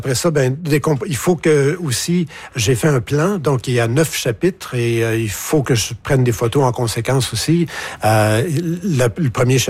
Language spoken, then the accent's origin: French; Rivière-du-Loup, Quebec, Canada; Et il savait que je suis natif de Rivière-du-Loup.